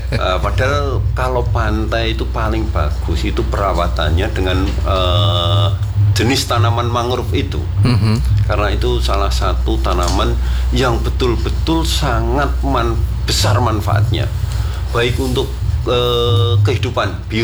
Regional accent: Semarang, Central Java, Indonesia; Jadi kita warga Semarang

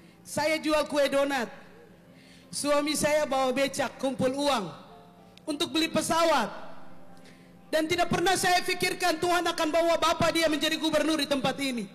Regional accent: Wamena, Highland Papua, Indonesia; Di Papua Pegunungan. Ya, saya orang Wamena di sana.

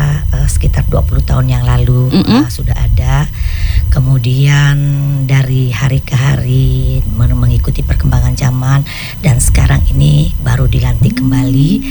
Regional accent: Sintang, West Kalimantan, Indonesia; Iban. Hanya saya memang besar dan lahir di Kota Sintang. Jadi orang tua memang sudah menetap di Kota Sintang sejak mereka masih muda, dan kami semuanya dilahirkan di Sintang.

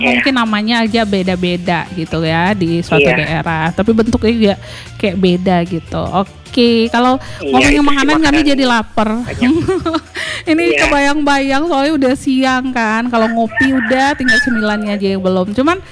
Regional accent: Sumatra, Indonesia; Kalau kami dari Sumatera kan biasa lah, lidah orang Sumatera itu kan banyak bumbunya, banyak rempahnya, terus medok rasanya gitu, kayak gitu.

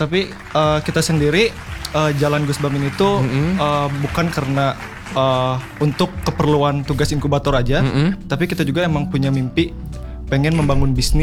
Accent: Bandung, West Java, Indonesia; Aku orang Bandung asli sih kak.

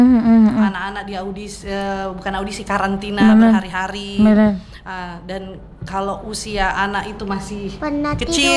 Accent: South Sulawesi, Indonesia; Memang udah lama dari kecil tinggalnya di Sulawesi Selatan

